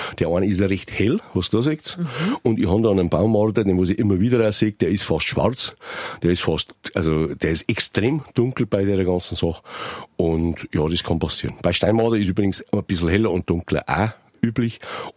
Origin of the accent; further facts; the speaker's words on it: Bavaria, Germany; bei uns im Bayerischen Wald, im Bayerwald